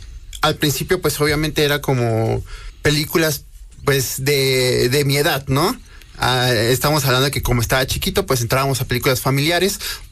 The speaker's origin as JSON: {"language": "Spanish", "town": "Ciudad Obregón", "region": "Sonora", "country": "Mexico", "moved": "yes", "lives_now": "Puebla, Mexico", "said": "Soy de Ciudad Obregón, Sonora."}